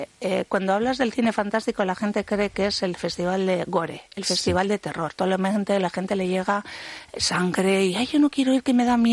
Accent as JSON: {"language": "Spanish", "town": "Bilbao", "region": "Basque Country", "country": "Spain", "said": "Soy de Bilbao, ya quisiera tener yo el reconocimiento internacional que tiene Cannes"}